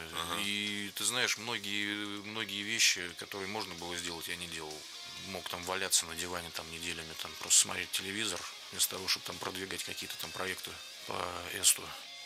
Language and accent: Russian; Moscow, Russia; мы простые парни из Биберева были